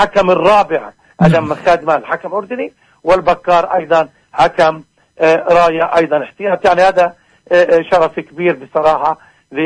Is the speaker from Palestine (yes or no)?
yes; Palestine; إحنا كشعب فلسطيني